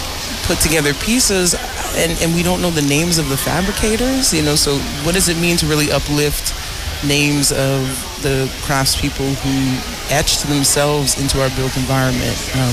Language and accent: English; Boston, Massachusetts, United States; also born or lived in New York City; now in New Orleans, United States; I grew up in the greater Boston area. I lived in New York City for a while. And yeah, but once New Orleans calls you, it's hard to, you know, put that phone down.